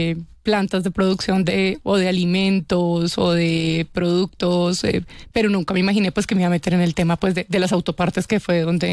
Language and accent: Spanish; Ibagué, Tolima, Colombia; now in Bogotá, Colombia; Bueno, yo soy de Ibagué.